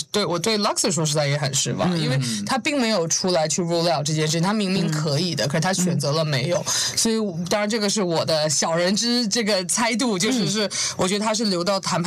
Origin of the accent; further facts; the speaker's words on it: New Zealand; 纽西兰，我们作为一个小的国家